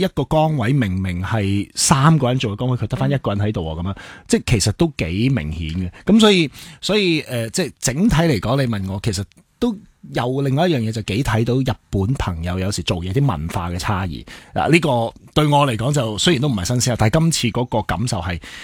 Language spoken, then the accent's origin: Cantonese; Hong Kong; 我哋香港人